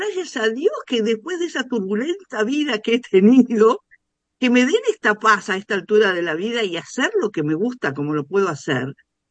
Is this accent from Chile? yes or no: no; Uruguay; fui seleccionada para las Olimpiadas Internacionales de Arte como única uruguaya